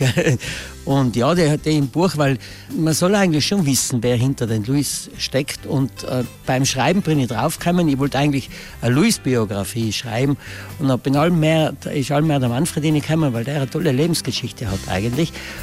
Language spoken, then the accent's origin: German; Styria, Austria; born there; also born or lived in Ulten Valley, South Tyrol (parents' origin); kein gebürtiger Ultner. Die Eltern sind Ultner, weil wo der Stausee jetzt ist, haben sie gewohnt und sind ausgewandert und dann sind da die Kinder. Ich bin in der Steiermark geboren, mein Bruder ist noch in Meran geboren und alle anderen halt in Österreich.